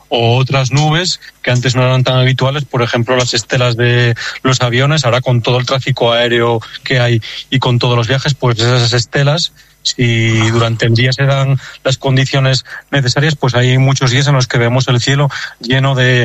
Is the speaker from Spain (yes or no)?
yes; Asturias, Spain; yo soy de Asturias